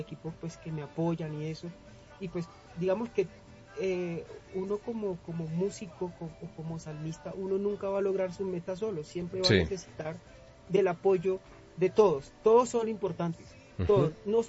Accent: Quibdó, Chocó, Colombia; Por los lados de Quibdó.

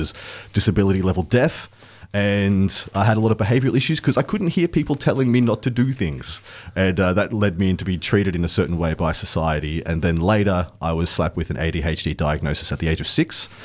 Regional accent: Werribee, Victoria, Australia; moved away as an adult; now in Ballarat, Australia; I grew up in Werribee in the western suburbs of Melbourne.

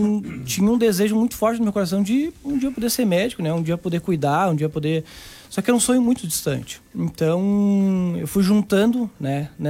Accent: Canoas, Rio Grande do Sul, Brazil; Eu sou de Canoas, natural de Canoas.

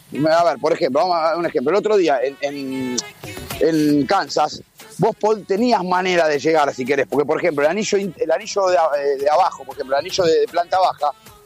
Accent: Argentina; Sí, acá viste cómo somos los argentinos, que se juntan todos.

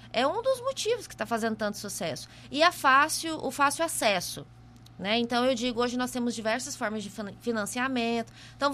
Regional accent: Mato Grosso, Brazil; moved away as an adult; now in Maceió, Brazil; E eu vim para a cidade litorânea, eu sou lá do Mato Grosso

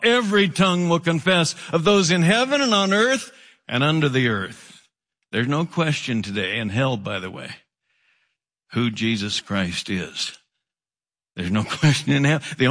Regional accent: Oregon, United States; I grew up in Oregon. And I'm getting old.

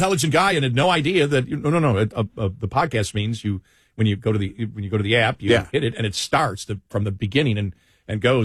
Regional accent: Buffalo, New York, United States; You know, I'm from Buffalo, so I never trust any of my teams.

